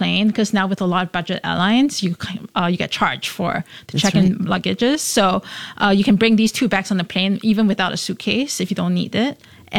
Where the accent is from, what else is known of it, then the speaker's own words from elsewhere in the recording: Singapore; I mean, I grew up here. I was born and bred in Singapore.